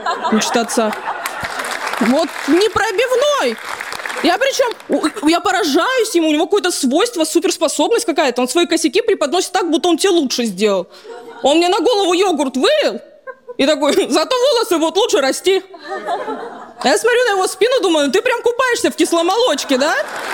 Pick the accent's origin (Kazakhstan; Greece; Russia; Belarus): Russia; first language Russian; я азербайджанка по национальности, но всю жизнь живу в России, в русской культуре.